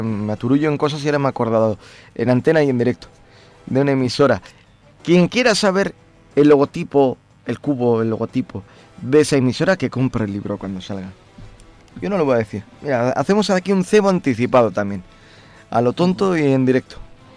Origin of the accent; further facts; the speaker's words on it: Vitoria-Gasteiz, Basque Country, Spain; now in Madrid, Spain; mi ciudad, yo soy de Vitoria